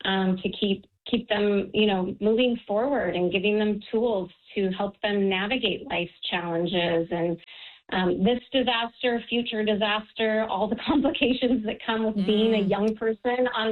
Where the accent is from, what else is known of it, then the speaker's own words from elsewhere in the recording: Spokane, Washington, United States; I'm from Spokane, yeah.